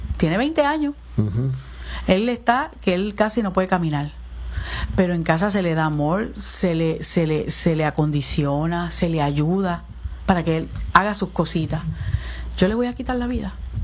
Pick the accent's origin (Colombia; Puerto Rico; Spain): Puerto Rico; Las Piedras; also born or lived in Humacao; Soy de Las Piedras. Yo vivo en Las Piedras. Nací en Humacao, pero vivo en Las Piedras.